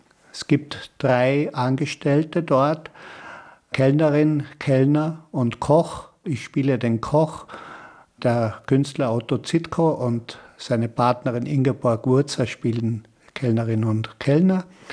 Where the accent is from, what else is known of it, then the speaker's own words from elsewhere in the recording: Kötschach-Mauthen, Carinthia, Austria; Also ich habe mir immer Flachdächer gewünscht, die in der Gegend, wo ich aufgewachsen bin, nicht funktioniert haben. Roland Reiner hat dort eine Kirche geplant, in Kötschach-Mauten, eine evangelische Kirche.